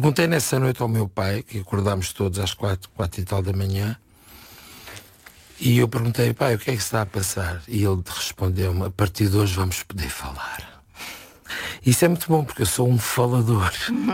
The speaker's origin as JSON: {"language": "Portuguese", "region": "Setúbal", "country": "Portugal", "said": "eu sou de Setúbal"}